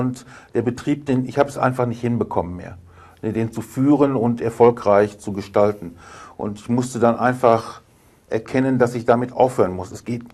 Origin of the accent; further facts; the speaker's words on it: Belecke, North Rhine-Westphalia, Germany; moved away as an adult; Ja, dort bin ich aufgewachsen. Meine ersten 50 Jahre meines Lebens habe ich dort verbracht.